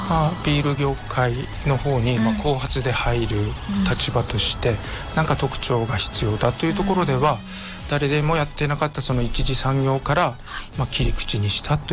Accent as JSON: {"language": "Japanese", "region": "Yamagata", "country": "Japan", "tie": "born or raised there", "moved": "yes", "said": "私出身は山形なんですけど"}